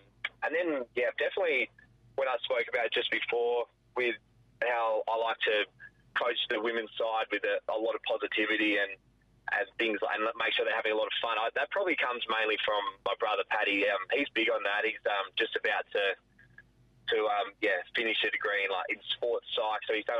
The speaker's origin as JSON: {"language": "English", "town": "Northampton", "region": "East Midlands", "country": "United Kingdom", "tie": "born or raised there", "said": "were a massive footy family growing up in Northampton."}